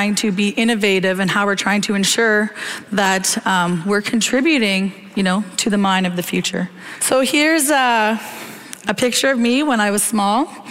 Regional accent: Ontario, Canada; I'm greeting you in my language of Anishinaabemowin. I said … I come from Wanapate First Nation.

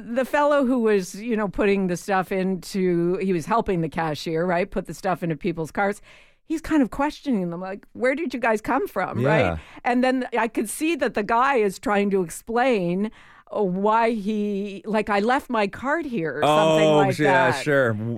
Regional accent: Canada; we're so Canadian.

